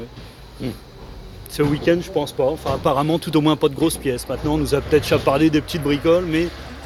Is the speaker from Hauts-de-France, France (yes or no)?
yes; Douai, Hauts-de-France, France; Bon, nous venons du Nord, nous venons de Douai.